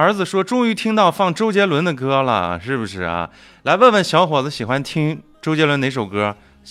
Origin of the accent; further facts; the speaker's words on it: Shihezi, Xinjiang, China; 你知道我是石河子出生，石河子长大啊